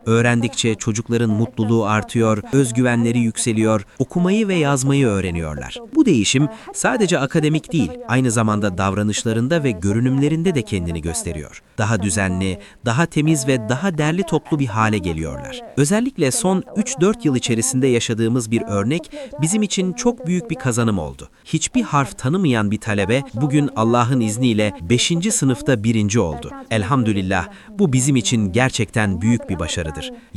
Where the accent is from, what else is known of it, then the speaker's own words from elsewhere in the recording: Aleppo, Aleppo Governorate, Syria; moved away as an adult; also born or lived in Turkey; Halepliyim. Eğitimime Halep'te başladım. Ancak devrim olaylarının başlangıcında Halep'ten ayrılmak zorunda kaldım. Daha sonra evlendim ve Türkiye'ye taşındım. Türkiye'de 2 yıl kaldım.